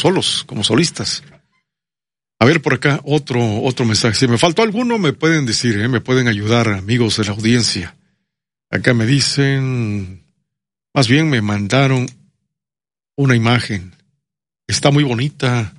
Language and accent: Spanish; Mexico; now in Carlsbad, United States; Pero yo no soy gringo. Fíjate que yo nunca he sido como mucha gente de México que quiere hablar inglés a fuerzas y quiere pronunciar bien el inglés